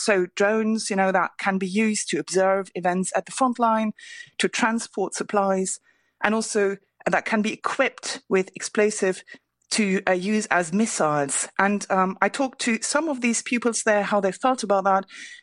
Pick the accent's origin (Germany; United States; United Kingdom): Germany; When you look at other countries, you know, my home country, Germany, the spirit there is certainly quite different.